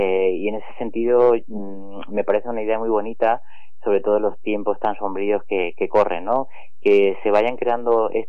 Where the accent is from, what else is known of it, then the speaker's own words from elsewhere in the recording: Extremadura, Spain; now in Madrid, Spain; Yo tendría 20 y pocos años y procedo de Extremadura, aunque vivía ya en Madrid, y fue un libro tan importante que me llevó a volver a Extremadura a trabajar en una fundación dedicada al desarrollo rural